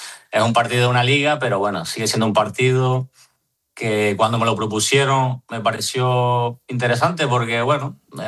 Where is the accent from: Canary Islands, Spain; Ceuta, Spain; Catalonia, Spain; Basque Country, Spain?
Canary Islands, Spain; Arguineguín; now in Madrid, Spain; Ahora sí que estuve en verano en mi pueblo, en Arineguí, entrené con el equipo